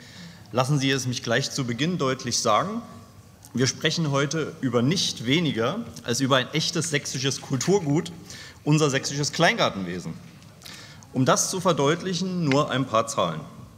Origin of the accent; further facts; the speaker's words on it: Leipzig, Saxony, Germany; Als Leipziger